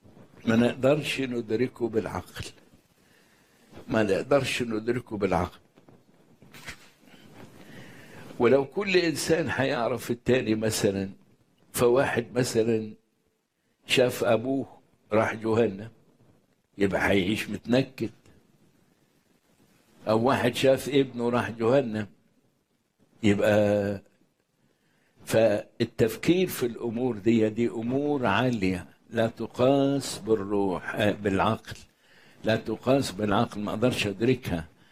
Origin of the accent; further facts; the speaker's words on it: Egypt; وخصوصا في بلدنا مصر ان يقولوا علينا نصارى نصارى